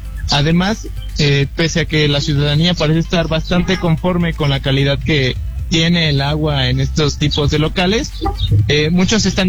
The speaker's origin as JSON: {"language": "Spanish", "region": "Hidalgo", "country": "Mexico"}